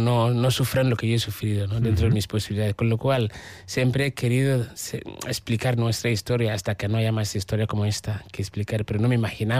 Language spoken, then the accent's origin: Spanish; Ghana; moved away as an adult; now in Spain; Llegué a Libia, salí de Ghana, tardé 3 meses sin llegar a Libia y luego llegué a España en 2005, o sea, 5 años de viaje.